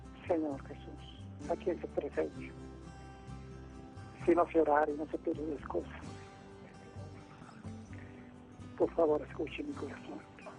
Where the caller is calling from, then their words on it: Santiago, Coahuila, Mexico; De Santiago, Coahuila.